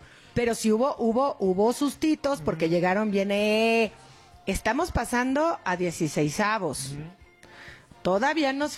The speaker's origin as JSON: {"language": "Spanish", "country": "Mexico", "said": "Obviamente, como buena mexicana, no me quiero ilusionar, porque sé lo que pasa"}